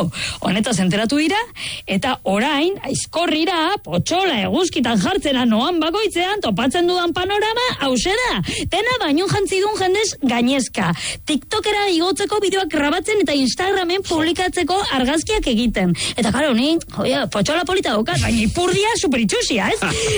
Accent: Bilbao, Basque Country, Spain; ez zaitez etorri ze Iralakoak gara super gaiztoak

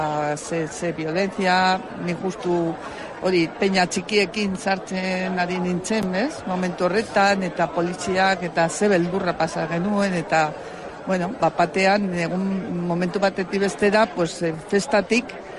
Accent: Pamplona, Navarre, Spain; born there; ni txantrean bizitzen naiz, ba, egia da, ba, ni Donibanen jaio nintzen, bueno, Iruñan, ez? Baina Donibaneko auzoan, baina gero joan ginen

